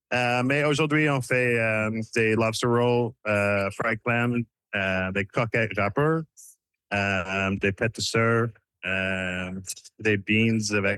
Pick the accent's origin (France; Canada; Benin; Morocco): Canada; Halifax, Nova Scotia; Oui, je suis de Nouvelle-Écosse. Je suis d'Halifax. Mes grands-parents sont de Shediac. Ma mère de Shediac, puis Bocuse et Saint-Louis-de-Kent.